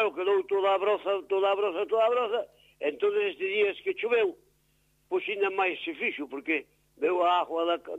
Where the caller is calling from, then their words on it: Mourente, Galicia, Spain; En Rúa dos Pradiños, aquí Mourente.